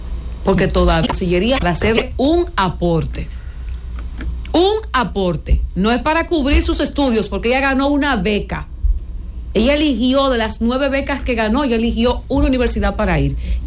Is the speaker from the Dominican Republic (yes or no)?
yes; Dominican Republic; yo soy una dominicana hasta la tambora y amo este país con locura.